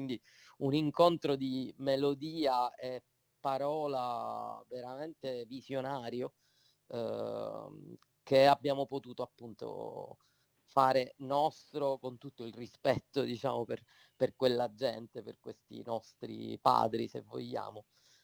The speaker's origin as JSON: {"language": "Italian", "region": "Sicily", "country": "Italy", "said": "Come siciliani"}